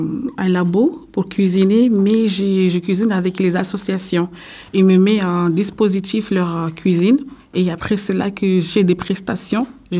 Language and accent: French; Mayotte; also born or lived in Castres; now in Rennes, France; j'ai 37 ans, je viens de Mayotte.